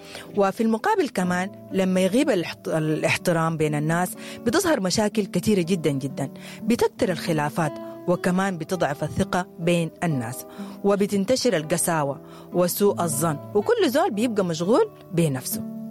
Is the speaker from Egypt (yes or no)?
no; Sudan; فمجتمعنا السوداني من أجمل القيم اللي بنعرف بها يعني إحنا كسودانيين هي احترام الكبير، وإننا كمان ما بننسى الصغير وبنحترم الأصحاب وبنكرم الضيف